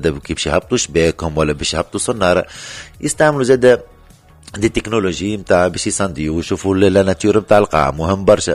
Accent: Tunisia; ولهنا موجود عندنا في تونس.

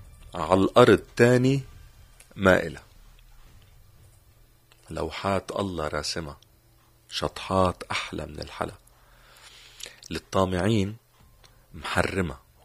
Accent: Lebanon; ما عندنا بلبنان في مناطق حلوه كمان

